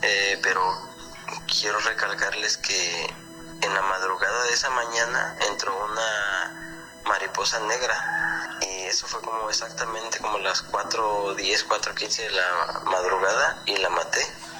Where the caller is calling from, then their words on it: Tecuanapa, Guerrero, Mexico; Soy … de Tecuandapa, Guerrero